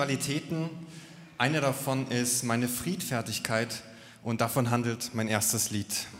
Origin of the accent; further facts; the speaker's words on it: Heidelberg, Baden-Württemberg, Germany; ich komme aus Heidelberg.